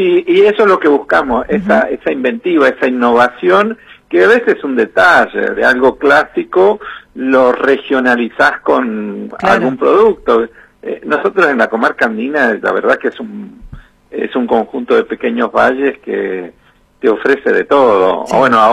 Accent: San Juan, Argentina; now in Río Negro, Argentina; lo hago traer de San Juan, compro a un productor ahí cerquita de mi pueblo natal

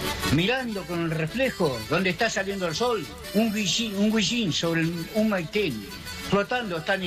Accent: Río Negro, Argentina; Y yo me quedo muy tranquilo sabiendo que soy de Río Negro. Soy de este pueblo argentino

